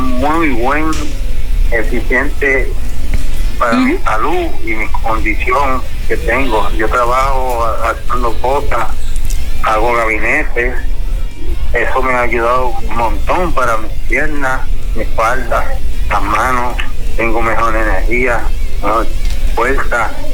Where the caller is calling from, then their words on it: Puerto Rico; le hablo de Río Piedra.